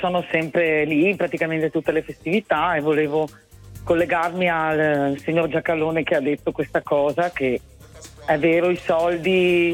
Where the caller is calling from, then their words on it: Treviso, Veneto, Italy; io sono di Treviso.